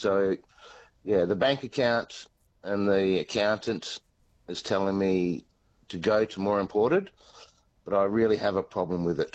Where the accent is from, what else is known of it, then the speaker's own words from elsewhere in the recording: Coral Bay, Western Australia, Australia; now in Albany, Australia; I grew up in Coral Bay and fishing and diving, and I've worked and fished and dove all around the world. And the whole reason I moved to Albany and opened up Ocean and Paddock was to create this vision.